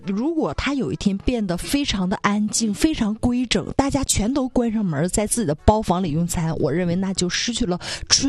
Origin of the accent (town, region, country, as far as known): Northeast China, China